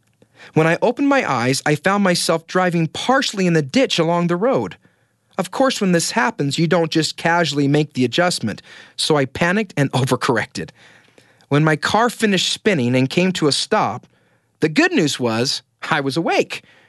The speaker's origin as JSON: {"language": "English", "town": "Kenai", "region": "Alaska", "country": "United States", "tie": "born or raised there", "also_born_or_lived": "Idaho", "moved": "yes", "said": "But I was from Kenai, Alaska, population 5,500. I remember when all three stoplights were put in my town. But needless to say, my hometown was small."}